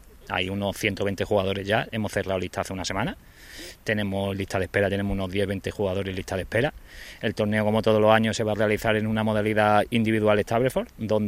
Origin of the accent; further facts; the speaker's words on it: Málaga, Andalusia, Spain; vamos a hacer camperos muy típicos de Málaga, que eso aquí en Motril no. Entonces, como yo soy de Málaga, Pedro, pues lo traigo para que la gente lo pruebe.